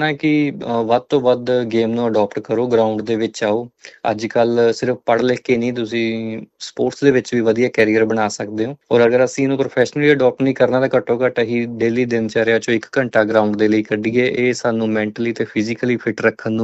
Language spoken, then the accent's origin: Punjabi; Haryana, India; ਮੈਂ ਹਰਿਆਣਾ ਤੋਂ ਬਿਲੋਂਗ ਕਰਦਾ ਔਰ ਮੇਰਾ ਰੈਜੀਡੈਂਸ ਮੈਂ ਬੇਸਿਕਲੀ ਉੱਥੋਂ ਆ।